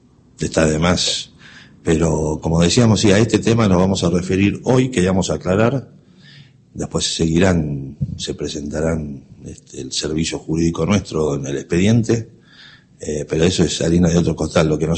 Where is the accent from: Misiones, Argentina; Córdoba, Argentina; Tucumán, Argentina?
Tucumán, Argentina; yo tengo muchos amigos porteños, soy tucumano, más tucumano que la caña de azúcar, me recibí de abogado acá, pero me dicen el porteño como si me desprestigiaran. Soy argentino, tucumano.